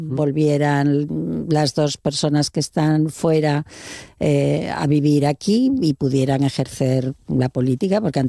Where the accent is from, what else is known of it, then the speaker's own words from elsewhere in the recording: Salamanca, Castile and León, Spain; born there; also born or lived in Valencia / Granada; Bueno, soy nacida en Salamanca, vivida en muchos sitios, porque he estudiado en Valencia y en Granada